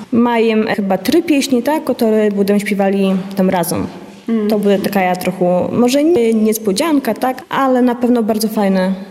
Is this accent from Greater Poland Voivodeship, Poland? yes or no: no; Łosinka, Podlaskie Voivodeship, Poland; now in Narew, Poland; Ja z Łosinki pochodzę, ale teraz żywu u Narwi.